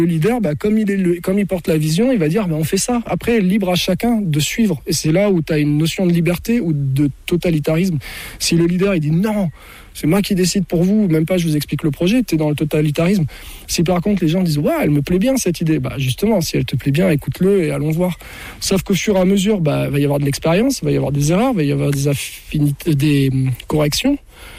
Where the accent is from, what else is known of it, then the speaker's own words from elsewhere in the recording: the Alps, France; Nous, on vient des Alpes, on a 20 ans d'expérience en nature